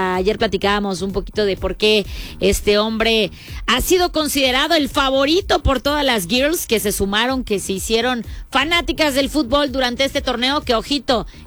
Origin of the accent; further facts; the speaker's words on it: Cancún, Quintana Roo, Mexico; Yo soy de Cancún y mucho tiempo el Atlante, la casa del Atlante estuvo en Cancún.